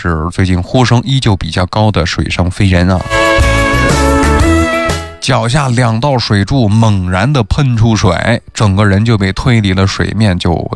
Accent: Xinjiang, China; 咱们新疆人

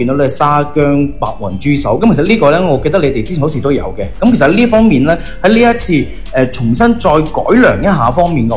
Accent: Guangdong, China

